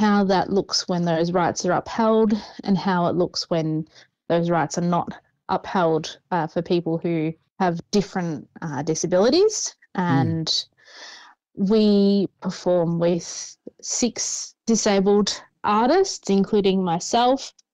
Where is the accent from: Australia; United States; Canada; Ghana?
Australia; Kyneton, Victoria; moved away as an adult; also born or lived in Mildura; my hometown of Kyneton, where I had grown up.